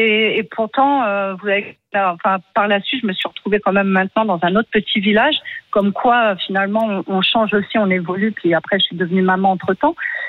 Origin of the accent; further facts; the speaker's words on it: Provence-Alpes-Côte d'Azur, France; also born or lived in Paris; now in Chamonix, France; Je viens d'un petit village de l'arrière-pays grassois.